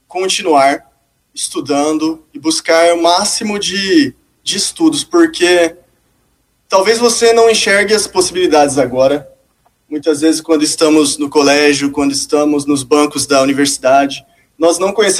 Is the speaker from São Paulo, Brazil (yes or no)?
no; Campo Grande, Mato Grosso do Sul, Brazil; moved away as an adult; now in Ponta Porã, Brazil; Eu sou de Campo Grande.